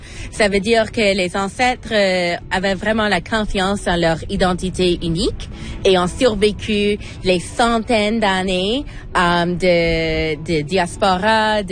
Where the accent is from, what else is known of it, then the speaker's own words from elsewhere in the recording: Canada; now in Moncton, Canada; je suis Acadienne. Je suis à Moncton et je suis ici il y a maintenant 8 ans.